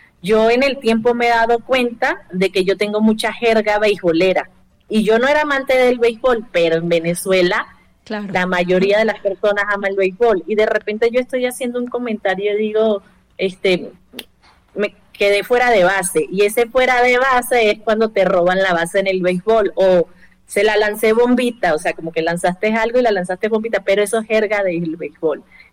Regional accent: Guadalajara, Jalisco, Mexico; yo no sabía eso de acá, de Guadalajara, y yo soy tapatía

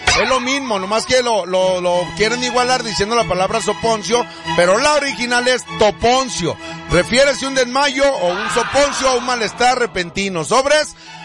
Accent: Mexico; Porque en estos días que somos mexicanos hay que cultivarnos más.

